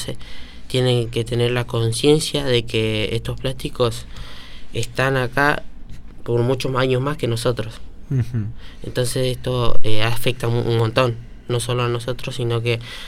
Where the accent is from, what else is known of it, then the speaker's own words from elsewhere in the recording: Argentina; Yo soy de Luchetti.